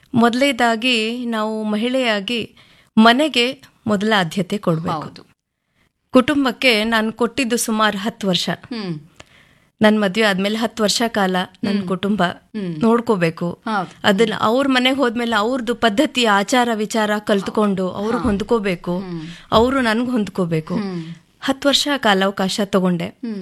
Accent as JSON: {"language": "Kannada", "town": "Raichur", "region": "Karnataka", "country": "India", "tie": "born or raised there", "said": "ನನ್ನ ಹುಟ್ಟೂರು ರಾಯಚೂರು. ನಾನು ಮೂಲತಃ ರಾಯಚೂರಿಂದ ಬಂದವಳು. ನನ್ನ ಬಾಲ್ಯ ಎಲ್ಲ ರಾಯಚೂರಲ್ಲಿ ಆಗಿದ್ದು."}